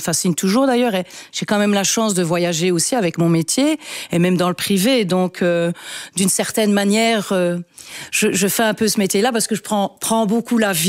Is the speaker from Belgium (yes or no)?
yes; Wallonia, Belgium; moi, je dis toujours que je suis wallon.